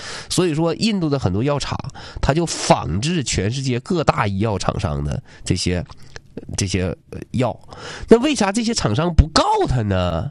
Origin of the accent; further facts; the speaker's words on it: Liaoyuan, Jilin, China; 比如说我辽源人，我以后改网名干啥？我以后改网名， … ，为了纪念我的老家啊